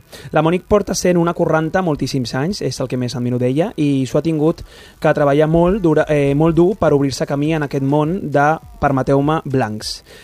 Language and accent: Catalan; Barcelona, Catalonia, Spain; jo sóc de la Trini. I això, i ara de Nou Barris